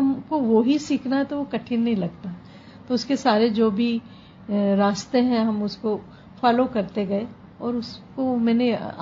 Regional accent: Bhopal, Madhya Pradesh, India; मैं भोपाल से हूँ

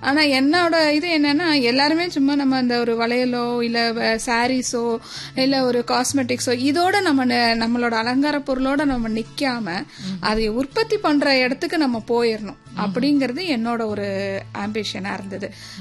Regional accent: Coimbatore, Tamil Nadu, India

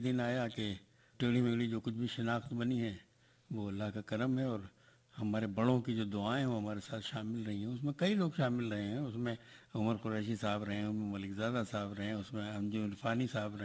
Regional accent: Balrampur, Uttar Pradesh, India; born there; میں بلرام پور میں پیدا ہوا

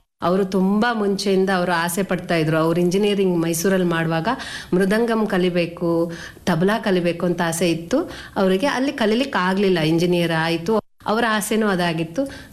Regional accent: Udupi, Karnataka, India; moved away as an adult; now in Bengaluru, India; ಮೂಲತಃ ಉಡುಪಿಯವರು ನಾವು.

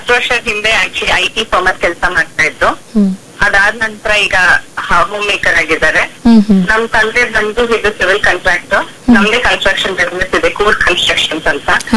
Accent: Somwarpet, Karnataka, India; also born or lived in Bangalore; ನನ್ನ ಹುಟ್ಟೂರು ಬಂದು ಕೊಡಗು ಸೋಮಾರ್ಪೇಟೆ ತಾಲೂಕು.

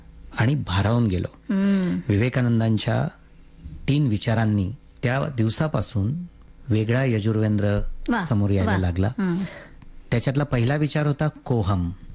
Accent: Erandol, Maharashtra, India; माझं मूळ गाव एरंडोल जळगाव जिल्ह्यातलं आणि मध्यमवर्गीय कुटुंब. तिथे माझं पूर्ण महाविद्यालयीन शिक्षण झालं

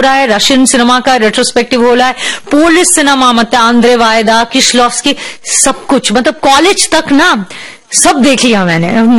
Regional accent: Delhi, India; moved away; दिल्ली में उस माहौल में मैं पली बड़ी, जहाँ मंडी हाउस और जो विंटर्स

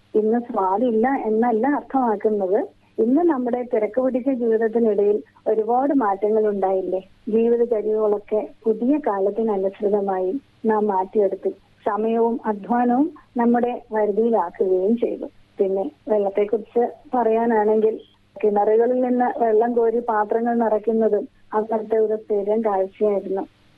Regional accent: Thiruvananthapuram, Kerala, India; എന്റെ വീട് തിരുവനന്തപുരത്ത് ശ്രീവരാഹത്താണ്.

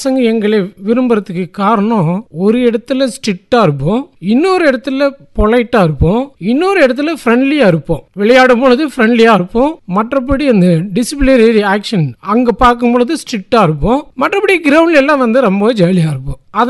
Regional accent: Tamil Nadu, India; என்னுடைய பிறந்த ஊர் குருபுரளி, பாப்பிரெட்டிப்பட்டி தாலுக்.

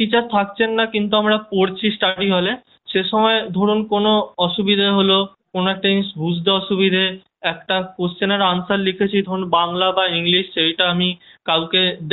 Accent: Ghatal, West Bengal, India; born there; also born or lived in Purulia; না না না আমার বাড়ি পশ্চিম মেদিনীপুরে ঘাটালে।

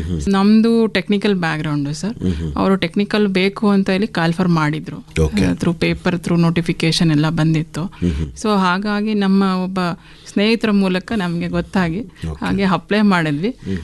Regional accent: Chintamani, Karnataka, India; moved away as an adult; now in Mysore, India; ನನ್ನ ಹುಟ್ಟೂರು ಬಂದು ಆ್ಯಕ್ಚುಲಿ ಚಿಂತಾಮಣಿ ತಾಲೂಕು ಸರ್. ನಾನು ಮದುವೆ ಆಗಿ ಕೊಟ್ಟಿರೋದೆಲ್ಲನೂ ಬೆಂಗಳೂರಲ್ಲಿ.

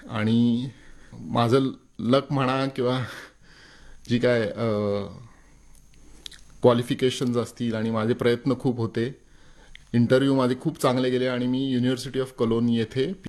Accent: Pune, Maharashtra, India; born or raised there

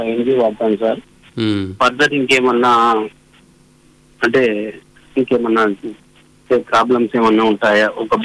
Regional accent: Zaffergadh, Telangana, India; మాది జనగాం జిల్లా జఫర్గడ్డ సార్.

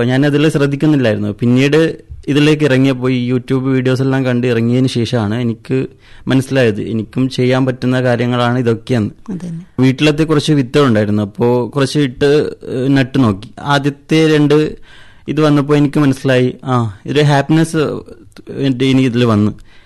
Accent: Kavaratti, Lakshadweep, India; ഞാൻ കവരത്തി സ്വദേശിയാണ്.

